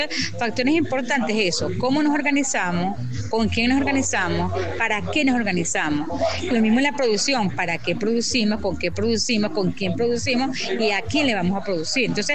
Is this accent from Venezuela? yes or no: yes; Venezuela; a veces los venezolanos somos como, porque tienen una mala impresión nuestra, ¿verdad? Pero nosotros somos hijos de Bolívar